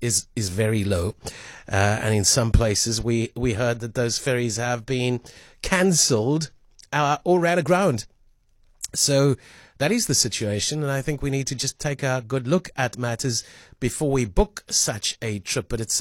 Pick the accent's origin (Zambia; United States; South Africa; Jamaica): South Africa; As being a South African, I was banned because of apartheid.